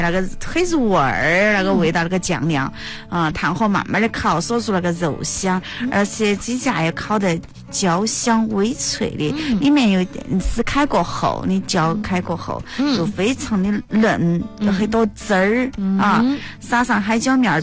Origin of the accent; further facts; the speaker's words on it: Chongqing, China; 所以我们重庆人比较喜欢说的摆的那种哈